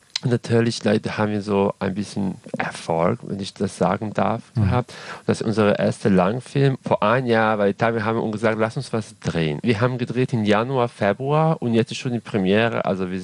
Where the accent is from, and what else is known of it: Serbia; German is a second language